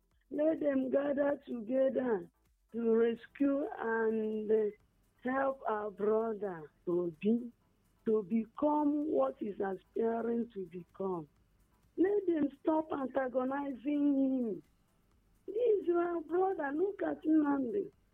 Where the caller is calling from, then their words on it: Ogun, Nigeria; from Ogun.